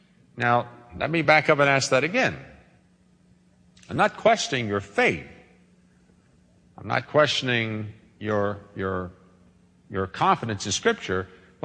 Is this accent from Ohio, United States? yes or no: no; West Virginia, United States; I grew up in West Virginia, and I thought those were mountains until I went west.